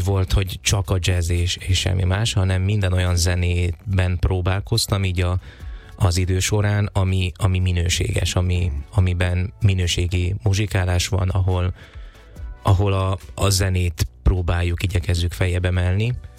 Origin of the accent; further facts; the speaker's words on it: Serbia; now in Hungary; És mert ugye én Szerbiából származom, és Szabadkán tanultam, és hát ugye az amerikaiakat hallgattuk